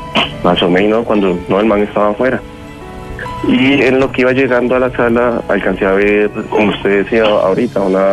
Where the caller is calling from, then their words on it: Bogotá, Colombia; De aquí, Bogotá.